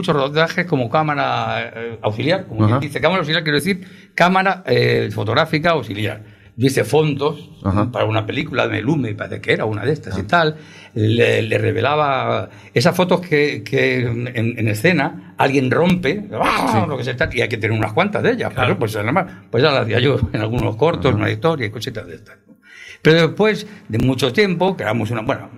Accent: Talavera de la Reina, Castilla-La Mancha, Spain; a mí, un castellano, un talaverano

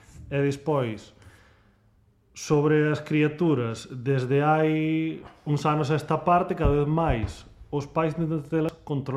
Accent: Laxe, Galicia, Spain; Ya son de Laxe.

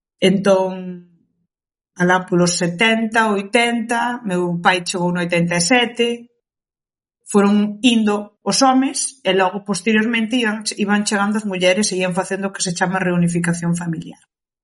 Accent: Burela, Galicia, Spain; first language Cape Verdean Creole; Galician is a second language; eu medrei coas dúas culturas, tanto a caboverdiana como a galega, porque eu, na miña casa, meus pais, todo me ensinaron en crioulo, que é o idioma que se fala en Cabo Verde. E claro, de portas para fora, a educación na escola, Burela sempre foi unha vila galego falante

